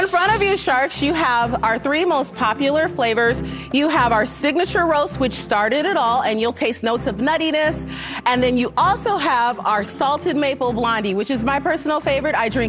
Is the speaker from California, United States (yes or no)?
yes; Gardena, California, United States; I'm from Gardena, California, and I'm here seeking $100,000 for 10% of my company.